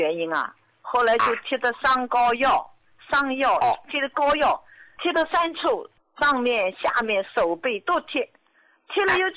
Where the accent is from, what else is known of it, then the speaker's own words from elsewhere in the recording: Jiangsu, China; 我今年73岁，我是江苏的。